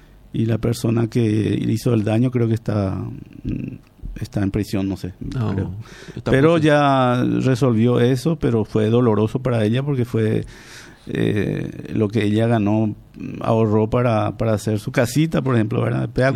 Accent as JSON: {"language": "Spanish", "country": "Paraguay", "moved": "as an adult", "said": "Yo me fui a los 19 años de Paraguay."}